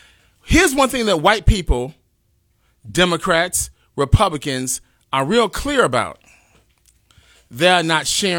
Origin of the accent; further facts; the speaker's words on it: India; I'm from India.